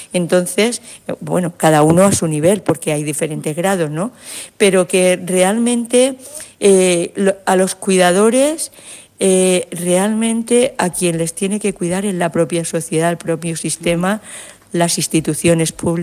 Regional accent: Elche, Valencian Community, Spain; porque vengo de Elche, de la Comunidad Valenciana

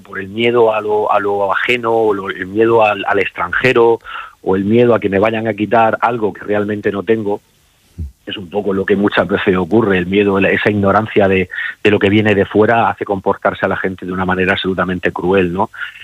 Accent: Cartagena, Region of Murcia, Spain; moved away; me estoy pasando las vacaciones en Cartagena porque yo también me voy acercando a mi tierra, ¿no? Yo soy de aquí, estoy allí trabajando, pero también veo que necesito recoger mis raíces.

